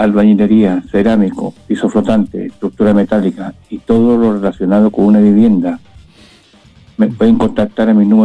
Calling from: Chiguayante, Biobío, Chile; de acá de la comuna de Chiguayante.

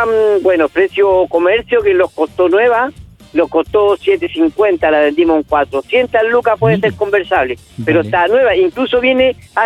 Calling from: Hualpén, Biobío, Chile; De lo alto de Hualpén.

